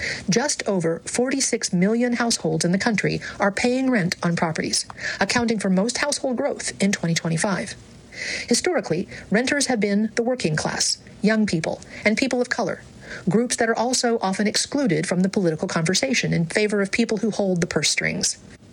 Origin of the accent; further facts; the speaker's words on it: North Carolina, United States; I can see the benefits of tenant organizing in places like my home state of North Carolina